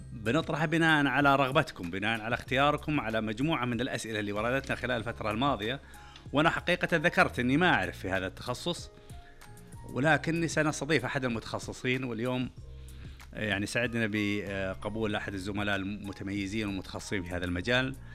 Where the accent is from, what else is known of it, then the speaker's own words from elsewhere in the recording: Saudi Arabia; طموحنا كسعوديين في ظل قيادتنا الرشيده لاستثمار وتطوير الطب الشعبي